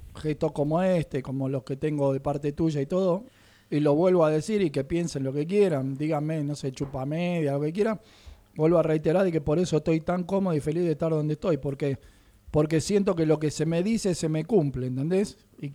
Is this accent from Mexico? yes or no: no; Argentina; soy argentino.